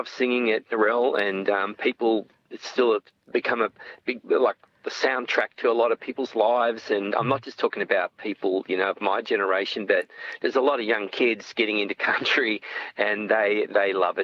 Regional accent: Corryong, Victoria, Australia; I grew up on the Murray River. I was born up in Corryong, Victoria, where it at the very source of the Murray, down along the Riverina between Albury, New South Wales, and northeastern Victoria.

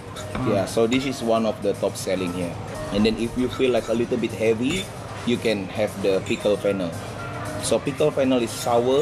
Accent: Malaysia; English is a second language; now in Melbourne, Australia; I grew up in Malaysia, and then I've been working in Melbourne.

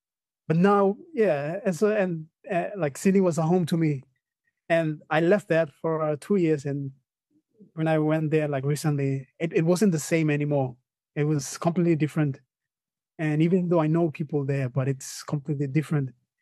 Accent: Papua New Guinea; Then when I told them PNZ, it's like, where is PNZ? Or sometimes when people know Papua New Guinea, it's always the negative about, like, you know, all this, all the violence and stuff like that that's happening

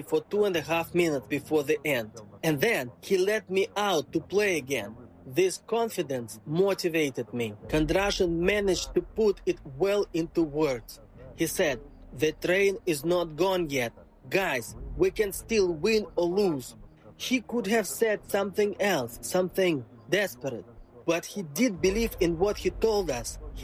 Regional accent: Belarus; If you look at Belarus, I am from Belarus myself, they are warm and good-tempered.

